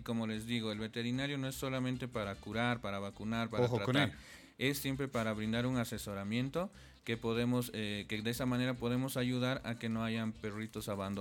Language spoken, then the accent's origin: Spanish; Sucre, Chuquisaca, Bolivia; born there; moved away; siempre recuerdo a mi amado Sucre, yo soy